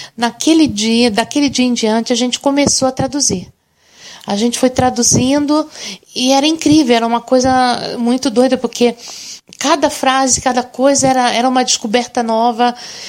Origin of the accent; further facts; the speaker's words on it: Brazil; now in Italy; Para nós que somos brasileiros, dia 26 de dezembro é um dia como outro qualquer. O dia 26 de dezembro é um dia depois do Natal. Mas aqui na Itália é feriado.